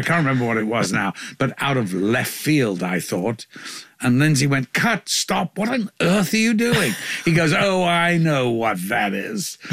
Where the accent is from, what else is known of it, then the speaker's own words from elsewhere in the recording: Liverpool, North West England, United Kingdom; But I did, because I'm from Liverpool.